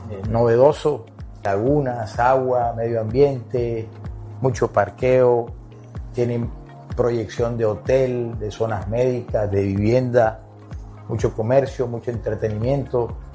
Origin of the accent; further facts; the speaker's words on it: Barranquilla, Atlántico, Colombia; estoy como barranquillero muy agradecido con ustedes por fijar sus ojos en esta ciudad.